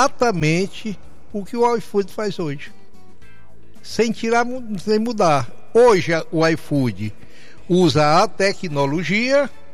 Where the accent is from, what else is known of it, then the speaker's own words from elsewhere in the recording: Fortaleza, Ceará, Brazil; moved away as an adult; Eu sou cearense, nascido em Fortaleza